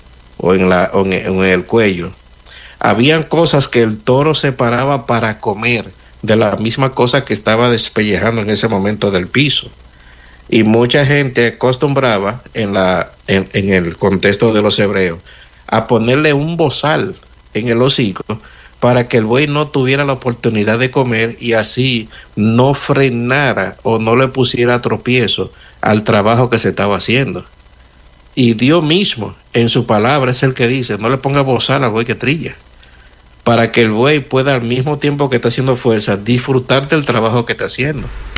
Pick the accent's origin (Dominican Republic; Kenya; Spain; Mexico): Dominican Republic; en el contexto de nosotros los dominicanos